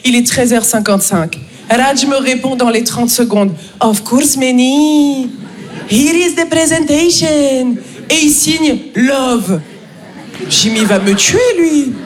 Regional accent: Paris, Île-de-France, France; Les amis, moi, je viens de Paris.

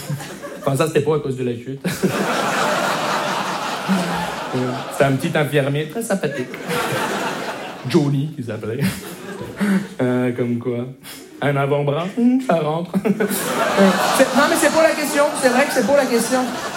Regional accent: Montreal, Quebec, Canada; Bonjour, je me présente … je viens de Montréal.

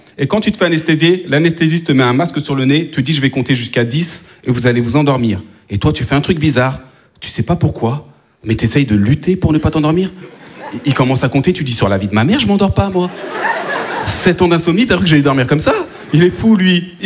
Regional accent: France; born there; si je parle bien français, c'est peut-être parce que je suis née en France

